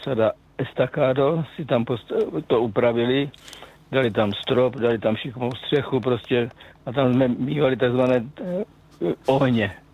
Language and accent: Czech; South Moravian Region, Czechia; protože jsme vlastně tam byli taková partia z celé republiky, tam byli kluci z A6 z Prahy a tak dále, a já jsem tam z Jižní Moravy, takže na víkendy jsme nepravidelně jezdili domů